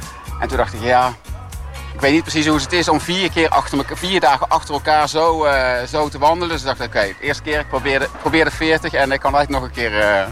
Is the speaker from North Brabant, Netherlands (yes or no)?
yes; Waalwijk, North Brabant, Netherlands; Ik kom uit Waalwijk en ben hier voor de eerste keer.